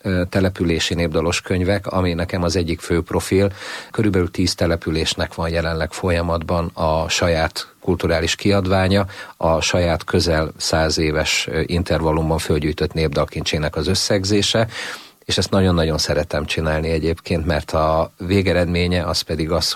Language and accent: Hungarian; Hungary; Szerintem jó az, hogyha tudjuk, hogy magyarok vagyunk, és hogy micsoda értékeink vannak